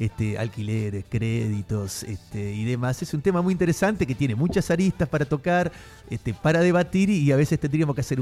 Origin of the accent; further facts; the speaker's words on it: Argentina; somos muy argentinos en eso.